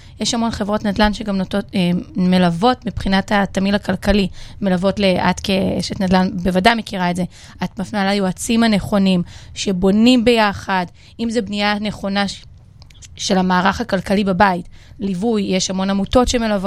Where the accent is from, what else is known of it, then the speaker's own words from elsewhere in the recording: Southern District, Israel; born there; moved away; אני גרה בערבה, שזה גבול מצרים. נולדתי בערבה, אני לא גרה עכשיו בערבה.